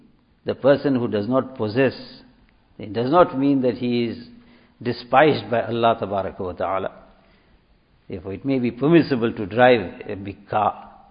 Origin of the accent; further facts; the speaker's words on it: South Africa; I said, "Yunus, I'm from South Africa."